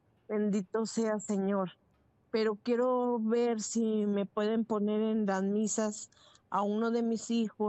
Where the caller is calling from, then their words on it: Saltillo, Coahuila, Mexico; llamo de Coahuila.